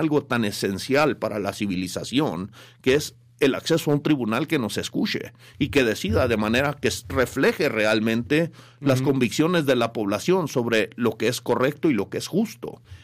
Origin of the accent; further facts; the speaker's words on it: Chihuahua, Mexico; born there; Sí, pues yo nací en Chihuahua y pues realmente me considero mexicano.